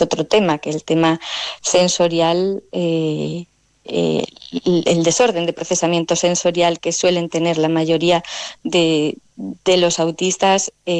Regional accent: Oviedo, Asturias, Spain; Lo que pasa que yo soy de Oviedo. Mm. Llevo aquí desde el 2018 por circunstancias personales.

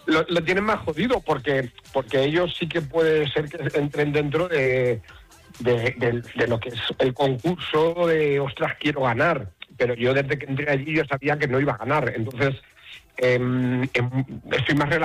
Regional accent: Cuenca, Castilla-La Mancha, Spain; also born or lived in Albacete; yo soy de Cuenca, pero también me considero un poco de Albacete.

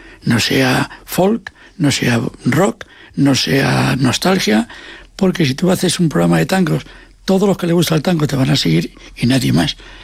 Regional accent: Asturias, Spain; Como yo soy asturiano, digo, ¿de dónde?

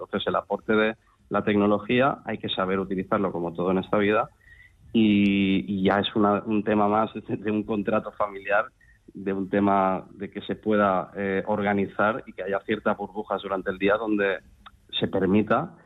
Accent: Valencia, Valencian Community, Spain

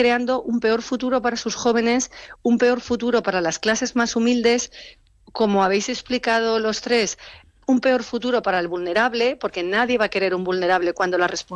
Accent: Madrid, Community of Madrid, Spain; igual que yo soy madrileña

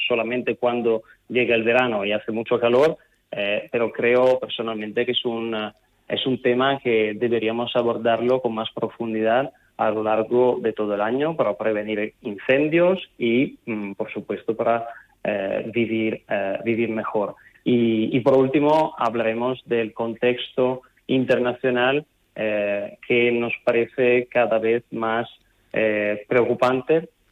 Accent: Italy; now in Spain; personalmente soy italiano

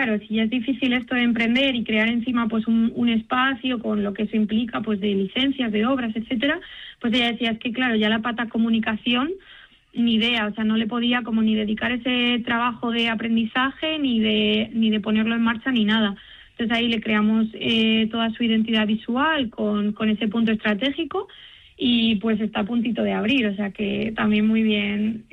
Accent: Castile and León, Spain; de un pueblo de la zona del Valle del Tietar, que es de donde soy yo

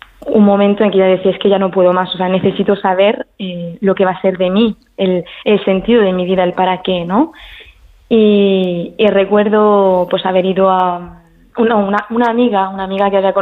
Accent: Paris, Île-de-France, France; Spanish is a second language; moved away as an adult; soy francesa, mi padre es francés, mi madre española, murciana, y yo nací en París y viví ahí hasta, pues, hasta los 22 años, hasta que entré al convento.

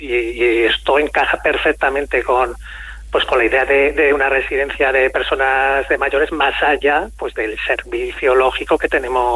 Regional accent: Monreal del Campo, Aragon, Spain; yo soy de Monreal

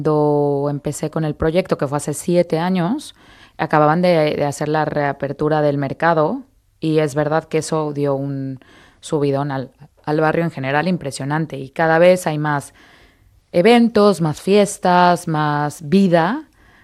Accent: Mexico; en México, como mexicano, tú si vas a un lugar que tiene muchas salsas

